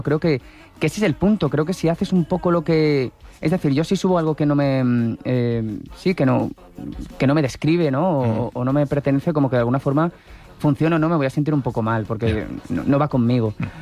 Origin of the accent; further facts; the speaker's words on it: Valencian Community, Spain; estoy intentando aprender a hacer paella ya, como buen valenciano